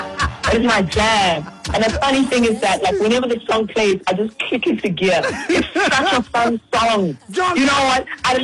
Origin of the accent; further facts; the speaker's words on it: East London, Eastern Cape, South Africa; now in Johannesburg, South Africa; And then I grew up in East London. I studied in Cape Town for a couple of degrees. I'm now based in Johannesburg.